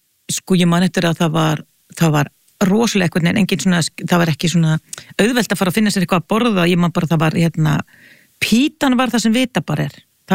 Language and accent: Icelandic; Hafnarfjörður, Capital Region, Iceland; alveg upp í Hafnarfirði, þannig ég var ekki daglegur gestur í borginni fyrir en ég var tvítug þegar ég flutt úr Hafnarfirði.